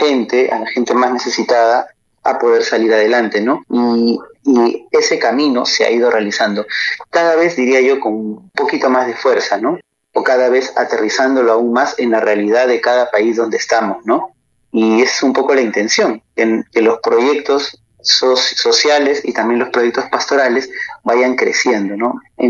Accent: Callao, Peru; un colegio emblemático y muy reconocido en el Callao, el lugar de donde vengo, ¿no? Yo recuerdo de niño cuando yo estudiaba en un colegio estatal

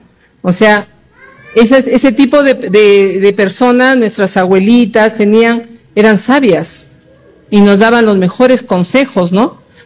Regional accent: Peru; Orgullosos de ser peruanos, ¿no? Somos blancos, somos morenitos, trigueñitos, negritos, ¿no? Pero todos somos peruanos.

